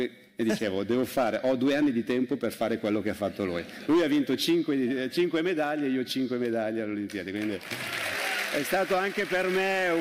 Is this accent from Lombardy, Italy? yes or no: yes; Canzo, Lombardy, Italy; ogni tanto arrivavi a casa mia, dalle parti di Lecco, di Canso.